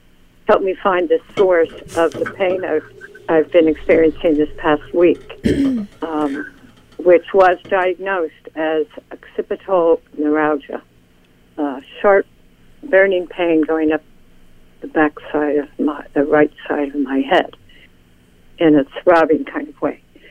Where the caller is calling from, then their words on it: Amherst, Massachusetts, United States; I'm from Amherst, Massachusetts.